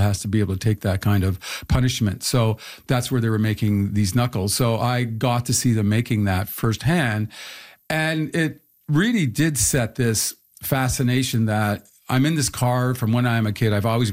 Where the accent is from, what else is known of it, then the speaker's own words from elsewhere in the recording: St. Catharines, Ontario, Canada; born there; I was born in St. Catharines, and I used to go fishing with my father